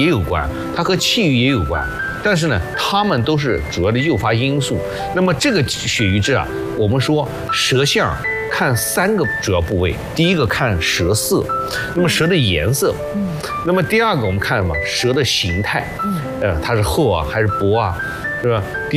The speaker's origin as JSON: {"language": "Chinese", "country": "China", "said": "所以湿气对我们中国人来说，就每个人都可以去祛湿。"}